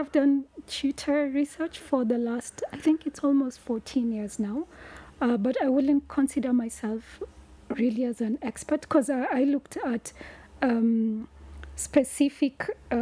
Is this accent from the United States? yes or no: no; Kenya; accent: Kenyan; Maybe I'm saying it with my Kenyan accent.